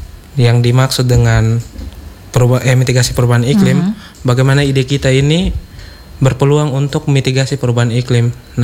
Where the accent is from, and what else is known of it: East Nusa Tenggara, Indonesia; now in Kupang, Indonesia